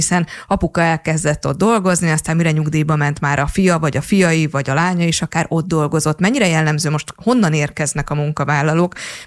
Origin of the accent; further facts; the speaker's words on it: Paks, Tolna, Hungary; tudják, hogy paksi vagyok